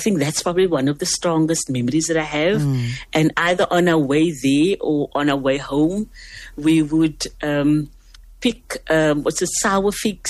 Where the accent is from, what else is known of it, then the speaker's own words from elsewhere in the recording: Cape Town, Western Cape, South Africa; I grew up in Rocklands in Mitchell's Plain, and quite close to Monandi Beach.